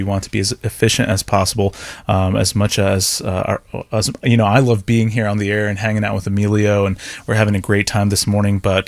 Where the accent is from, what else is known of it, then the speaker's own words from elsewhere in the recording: Texas, United States; born there; now in Central Texas, United States; I was born in South Texas, went to school in East Texas, live in Central Texas.